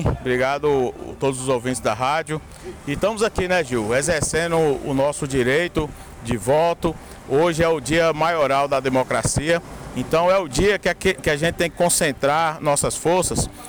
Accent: Barreiras, Bahia, Brazil; eu sou nascido e criado em Barreiras, então eu voto aqui nesse local tradicional da democracia barreirense.

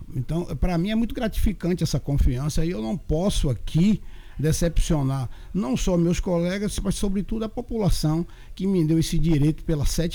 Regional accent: Quaraci, Bahia, Brazil; also born or lived in Salvador; Essa comunidade que eu amo muito, minha cidade de coração, sou nascido em Quaraci, tenho 69 anos, que resido praticamente lá, fui para Salvador estudar, retornei, continuo em Quaraci, adquiri família em Quaraci

